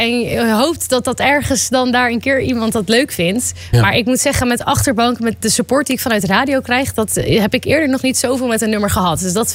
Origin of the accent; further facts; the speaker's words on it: Hoorn, North Holland, Netherlands; born there; now in Amsterdam, Netherlands; Ik ben geboren in Horen.